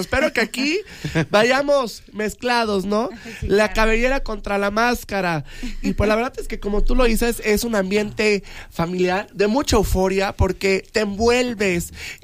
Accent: Mexico

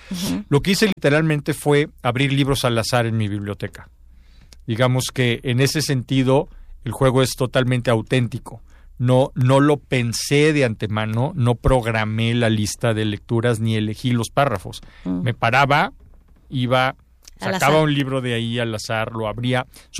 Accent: Torreón, Coahuila, Mexico; la ciudad de Torreón, que es de donde yo soy

